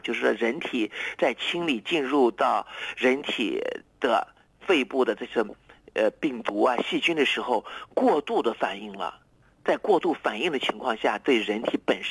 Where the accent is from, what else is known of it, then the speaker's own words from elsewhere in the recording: China; 我们中国人